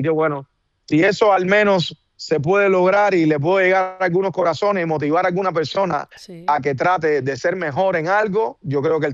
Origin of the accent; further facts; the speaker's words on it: Cuba; lo que pasa en mi país es mucho más importante y va mucho más allá que la música cubana